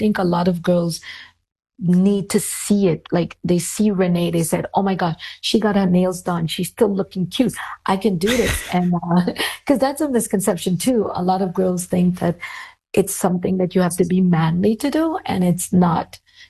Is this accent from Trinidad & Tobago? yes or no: yes; Trinidad & Tobago; So growing up in Trinidad and Tobago, everybody, included me, most people, want to be a barrister or, you know, a doctor.